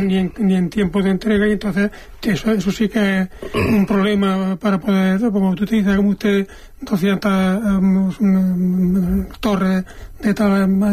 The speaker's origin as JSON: {"language": "Spanish", "town": "Linares", "region": "Andalusia", "country": "Spain", "also_born_or_lived": "Mengíbar", "said": "yo que soy un cateto de Linares, aunque nací en Mengíbar"}